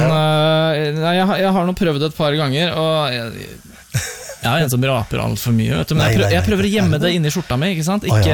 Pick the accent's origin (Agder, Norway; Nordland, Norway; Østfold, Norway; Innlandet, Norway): Østfold, Norway; Fredrikstad; Jeg kommer fra Fredrikstad, fra Veum. Så det veldig fint, jeg liker meg her altså.